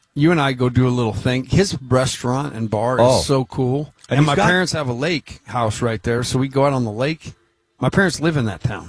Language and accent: English; Utah, United States; I said, I'm from Utah.